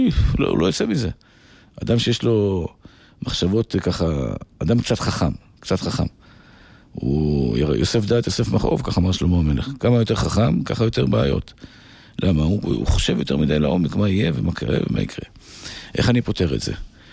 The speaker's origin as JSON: {"language": "Hebrew", "town": "Bnei Brak", "region": "Tel Aviv District", "country": "Israel", "tie": "born or raised there", "said": "הייתי בבני ברק, עיר הקודש, גדלתי בבני ברק, מגיל 7."}